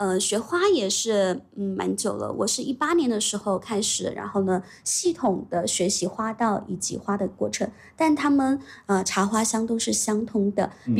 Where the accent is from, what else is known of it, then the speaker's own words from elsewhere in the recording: Guizhou, China; 我来自贵州